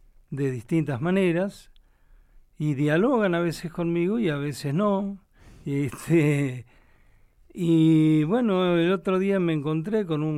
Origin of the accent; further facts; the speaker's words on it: Caleta Olivia, Santa Cruz, Argentina; Yo me crié en Caleta, Olivia.